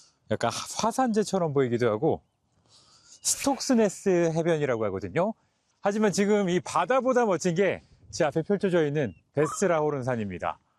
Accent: South Korea; Korean is a second language; Yeah, West. From South Korea.

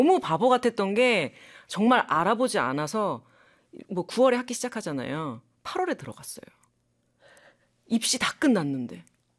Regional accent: South Korea; moved away as an adult; also born or lived in Italy

